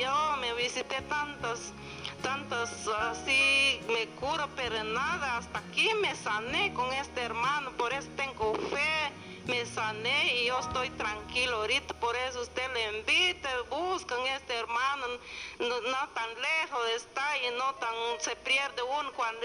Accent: Salamá, Baja Verapaz, Guatemala; Yo vengo de Salamá, pero le doy gracias al Señor porque aquí estoy, aquí en este momento

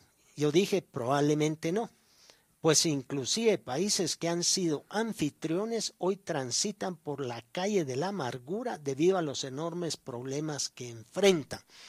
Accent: Guatemala; nosotros como chapines

